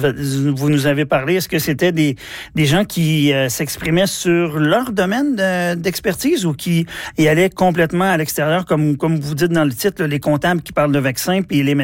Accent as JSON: {"language": "French", "region": "Alberta", "country": "Canada", "said": "chez nous en Alberta"}